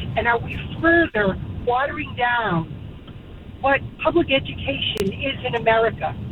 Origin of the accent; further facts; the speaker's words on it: Massachusetts, United States; I was born in Massachusetts, raised, and have lived here my entire life.